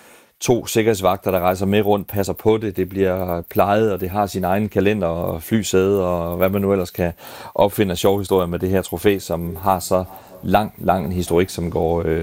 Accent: Herning, Central Denmark Region, Denmark; Tinghuspladsen i Herning, hvor jeg er vokset op.

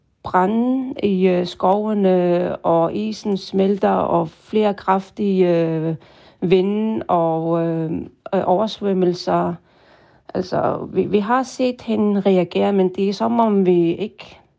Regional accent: Qaqortoq, Kujalleq, Greenland; Altså, nu er jeg fra Qaqortoq i Sydgrønland, og heldigvis ser vi dem ikke så meget.

